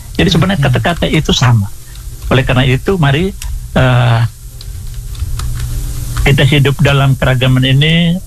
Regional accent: Indonesia; Kita nih orang Indonesia

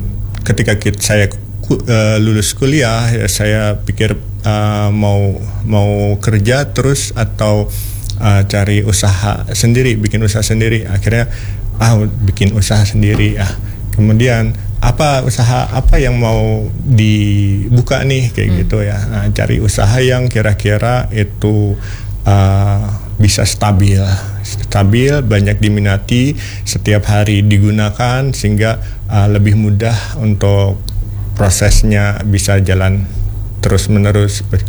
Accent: South Kalimantan, Indonesia; Jadi karena saya aslinya orang Banjar.

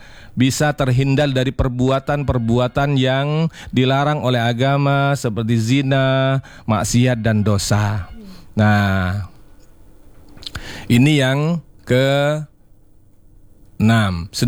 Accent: East Java, Indonesia; Ya, kalau bisa bahasa Indonesia, saya juga orang Madura ini agak repotan juga memahami.

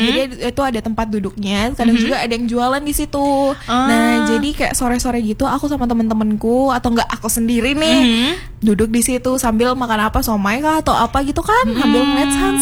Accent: Southeast Sulawesi, Indonesia; Sulawesi Tenggara.

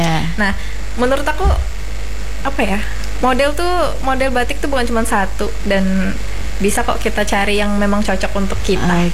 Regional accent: Central Kalimantan, Indonesia; Kabupaten Murung Raya.

